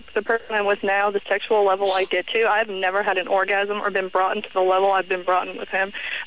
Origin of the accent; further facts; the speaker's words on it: Texas, United States; I grew up in Texas.